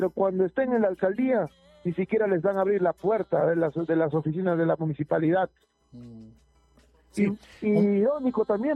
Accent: Huancavelica, Peru; somos huancabelicanos

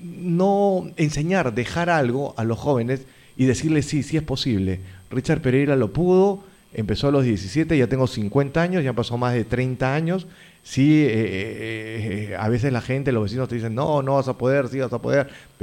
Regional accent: Arequipa, Peru; born there; yo nací en Cuna de Oro, en Arequipa, mi familia tenía mucho dinero, mi abuelo era autoridad política, prefecto

